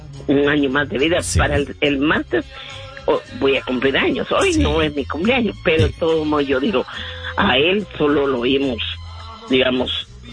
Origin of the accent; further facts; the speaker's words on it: Guatemala; moved away; en mi país, yo soy de Guatemala